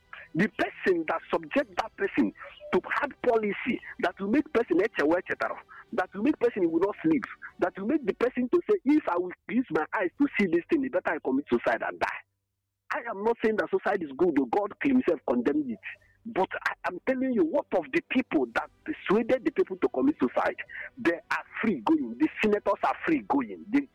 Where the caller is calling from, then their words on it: Enugu, Enugu State, Nigeria; I'm calling from Enugu.